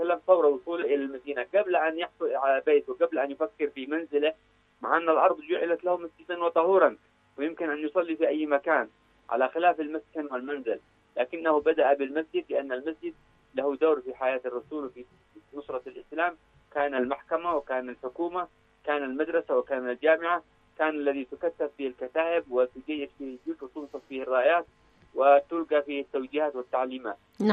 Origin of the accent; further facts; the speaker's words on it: Yemen; ومفخر لنا كيمنيين